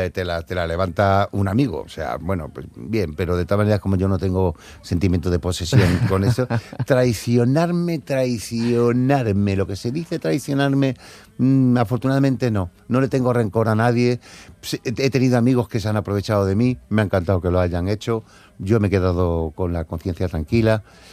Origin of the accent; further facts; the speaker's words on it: Cádiz, Andalusia, Spain; Entonces yo quise recordarle a Cádiz que yo seguía siendo gaditano, que yo seguía llevando a Cádiz en el corazón